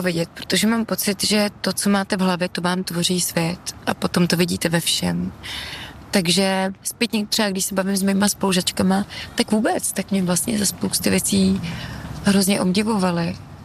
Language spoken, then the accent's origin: Czech; Trutnov, Hradec Králové Region, Czechia; na terapii jsme tomu vždycky říkali, že mám pocit, že jsem řepa z Trutnova.